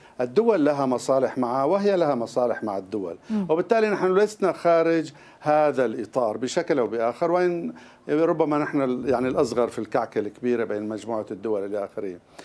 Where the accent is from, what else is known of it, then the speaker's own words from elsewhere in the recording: Syria; عندنا بسوريا